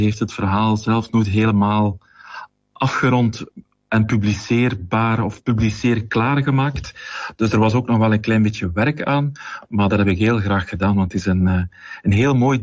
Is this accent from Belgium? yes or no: yes; Kortrijk, Flanders, Belgium; Heel kort … ik ben afkomstig uit Kortrijk, gehuwd, vader van 3 bijna volwassen zonen